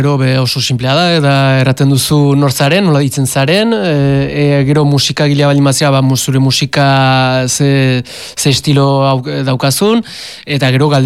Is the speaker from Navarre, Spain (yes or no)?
no; Basque Country, Spain; gu euskalduna gara